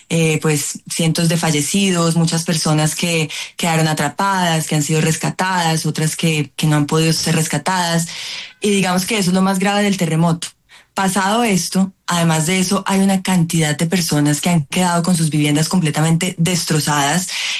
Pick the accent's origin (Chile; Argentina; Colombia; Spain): Colombia; y que como colombianos los ayudemos